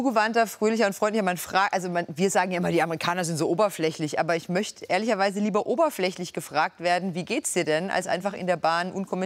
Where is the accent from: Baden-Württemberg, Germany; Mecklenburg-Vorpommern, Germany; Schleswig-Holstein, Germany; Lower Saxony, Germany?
Baden-Württemberg, Germany; born there; moved away as an adult; also born or lived in Dortmund, North Rhine-Westphalia; ich bin genau in Baden-Württemberg geboren. Ich bin zum Studium nach NRW gekommen